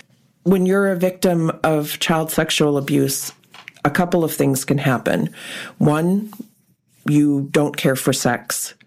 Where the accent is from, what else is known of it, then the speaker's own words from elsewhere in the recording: Kwethluk, Alaska, United States; born there; English is a second language; also born or lived in Tuntutuliak / Platinum / Bethel; now in Anchorage, United States; So I grew up in Queeslook, Tuntun, Platinum. My dad was a principal teacher and a pilot. But so I've spent a lot of time all over the Delta.